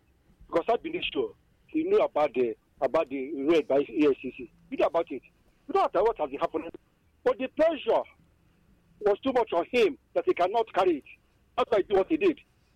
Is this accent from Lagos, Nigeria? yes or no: no; Obunka, Anambra, Nigeria; I'm at the Caribbean, and I come from Obunka in Anambra State.